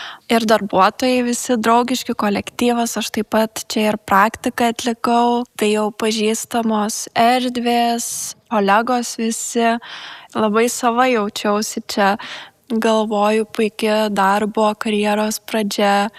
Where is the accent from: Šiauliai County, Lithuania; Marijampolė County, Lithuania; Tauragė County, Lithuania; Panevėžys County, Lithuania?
Marijampolė County, Lithuania; Kudirkos Naumiestis; also born or lived in Šakiai / Vilnius; Taip, esu vietinė, užaugau čia, lankiau Vinco Kudirkos mokyklą ir 9 klasėje išvykau mokintis į Šakių Žiburio gimnaziją. Po mokslų universiteto grįžau čia dirbti.